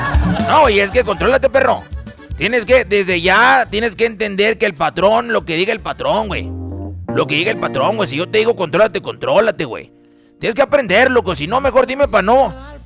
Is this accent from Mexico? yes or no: yes; Mexico; nuestros topos mexicanos